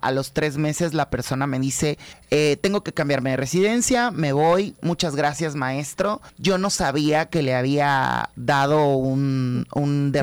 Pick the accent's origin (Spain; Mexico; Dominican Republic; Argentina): Mexico; Tabasco; como buena familia tabasqueña